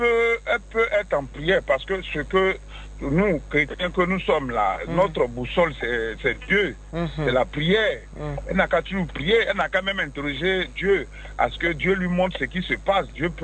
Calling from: Abidjan, Côte d’Ivoire; j'appelle d'Abidjan.

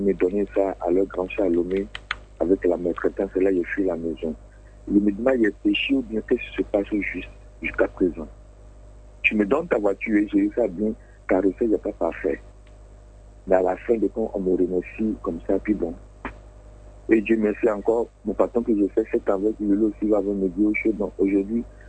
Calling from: Togo; Je suis un Togolais.

